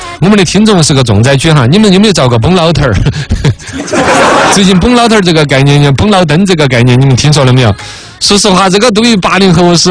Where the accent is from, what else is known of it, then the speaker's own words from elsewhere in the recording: Chengdu, Sichuan, China; 一个比我们成都人比较多的一个城市